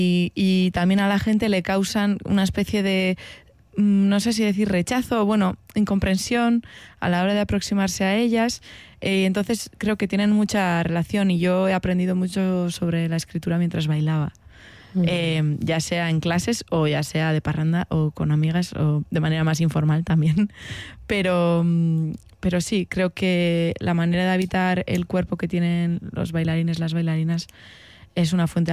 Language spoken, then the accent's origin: Spanish; Basque Country, Spain; Que de estar en contra somos los vascos